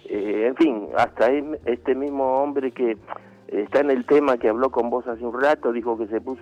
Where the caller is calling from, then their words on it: Buenos Aires, Argentina; de Villa Santa Rita.